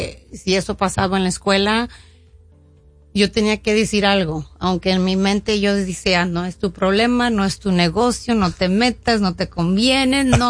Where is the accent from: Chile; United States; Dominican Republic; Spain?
United States; California; also born or lived in Hawaii / San Diego; yo quería estudiar junto al mar. Creciendo en el Valle Central